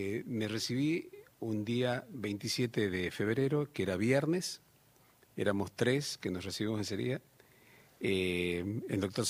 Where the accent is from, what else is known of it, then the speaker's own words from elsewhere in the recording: Metán, Salta, Argentina; Yo soy de Metán, un pueblo chico, así que entonces conversaba con médicos de mi pueblo